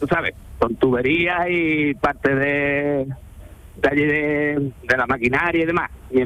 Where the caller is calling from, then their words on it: San Roque, Andalusia, Spain; Yo estoy en San Roque ahora.